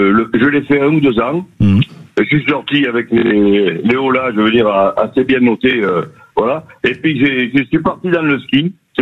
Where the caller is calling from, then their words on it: Font-Romeu, Occitanie, France; Moi, j'habite Font-Romeu, mais là, je suis en Espagne. J'ai traversé la frontière.